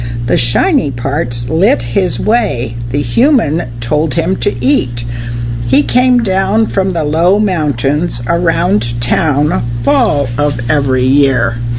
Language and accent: English; Nogales, Arizona, United States; born there; I was born in Nogales, Arizona, on the border between Mexico and the United States.